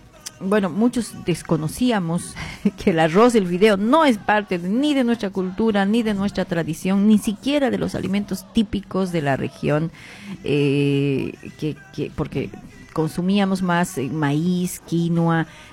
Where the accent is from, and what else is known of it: Bolivia